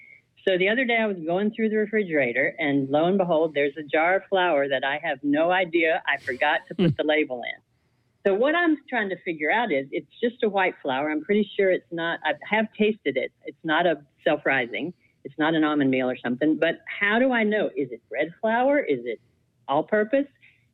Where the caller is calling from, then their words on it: Papua, Indonesia